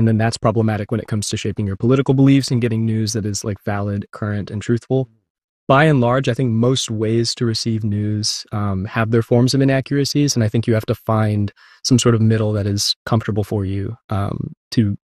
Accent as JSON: {"language": "English", "region": "Oklahoma", "country": "United States", "said": "So I'm from Oklahoma."}